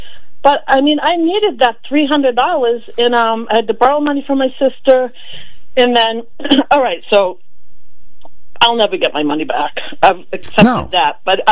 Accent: Arlington, Massachusetts, United States; So I grew up in Arlington, Massachusetts, where Maura Healey lives.

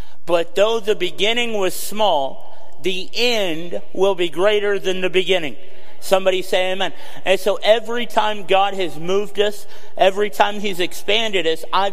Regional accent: Kansas, United States; I came from Kansas. Crystal and I were just talking about whether or not the town that we lived in had a Denny's.

